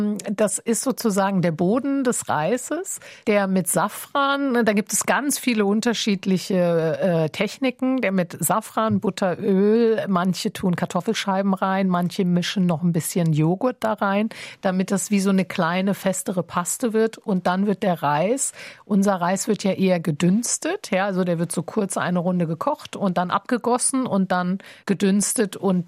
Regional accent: Iran; now in France; die ich als Iranerin immer in einer, sage ich mal, nordwestlichen Gesellschaft empfunden habe. Auch sicherlich ein Grund, warum ich nach Frankreich gezogen bin.

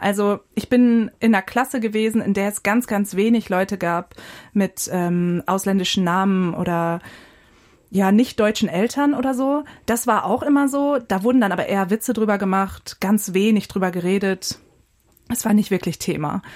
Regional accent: Baden, Lower Saxony, Germany; born or raised there

